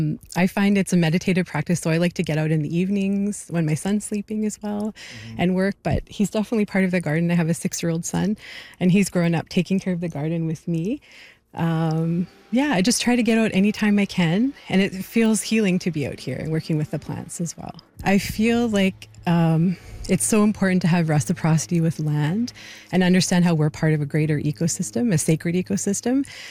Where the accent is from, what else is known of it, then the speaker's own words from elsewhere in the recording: Yellowknife, Northwest Territories, Canada; I'm from Yellowknife, Denaday.